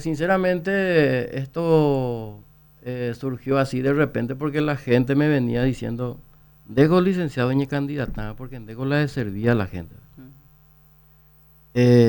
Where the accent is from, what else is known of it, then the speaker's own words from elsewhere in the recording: Lima, San Pedro, Paraguay; now in Luque, Paraguay; yo soy oriundo de Lima, segundo departamento San Pedro.